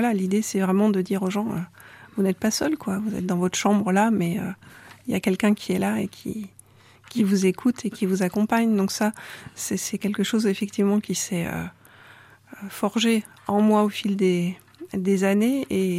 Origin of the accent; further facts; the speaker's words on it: Saint-Chamond, Auvergne-Rhône-Alpes, France; Donc oui, je suis née à Saint-Chamond, donc j'ai grandi dans la paroisse protestante de Saint-Chamond, d'un papa catholique qui est devenu protestant en se mariant